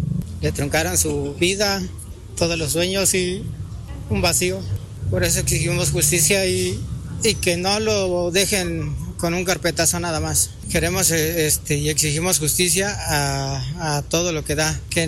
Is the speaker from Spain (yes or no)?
no; Mexico; Y más aún, siendo mexicano, creo que también tendrían que ponerle prioridad a nuestros casos